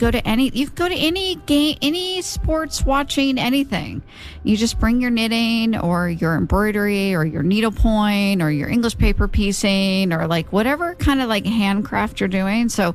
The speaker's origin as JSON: {"language": "English", "region": "Oklahoma", "country": "United States", "tie": "born or raised there", "said": "growing up in Oklahoma and growing up in the 70s and 80s"}